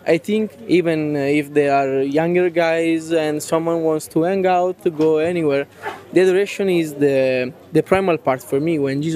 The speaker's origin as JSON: {"language": "English", "country": "Italy", "said": "I'm from Italy."}